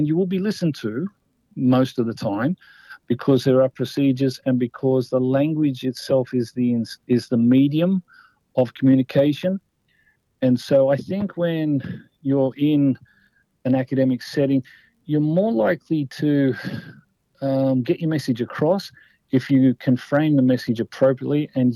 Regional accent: Parramatta, New South Wales, Australia; I'm not from the highest socioec environment. I was raised in Parramatta, born in Parramatta. I'm still a Parramatta boy. And I was exposed right from childhood to different languages.

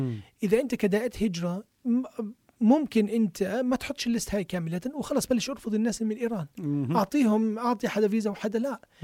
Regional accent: Lebanon; now in Australia; فلما أنا أجي من لبنان

